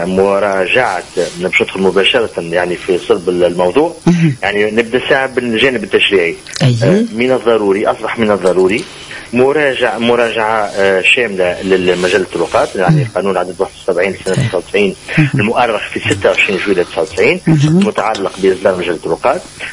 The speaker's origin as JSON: {"language": "Arabic", "country": "Tunisia"}